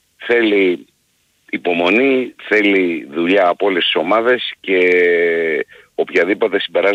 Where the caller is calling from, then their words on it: Palaio Faliro, Attica, Greece; από το Παλαιό Φάληρο.